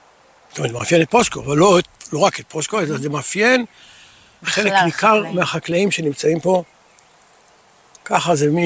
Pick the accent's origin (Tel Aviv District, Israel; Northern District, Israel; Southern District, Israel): Northern District, Israel; אני נולדתי בקיבוץ